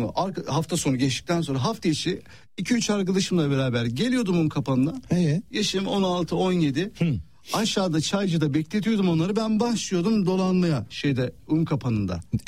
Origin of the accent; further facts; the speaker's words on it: Ankara, Turkey; Erzincanlı bir ailenin çocuğuyum. Erzincan'dan gelmiş işte büyüklerim falan filan. Ben Ankara'da doğdum, Ulucanlar'da.